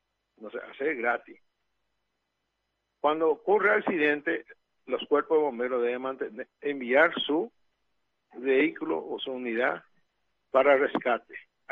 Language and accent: Spanish; Paraguay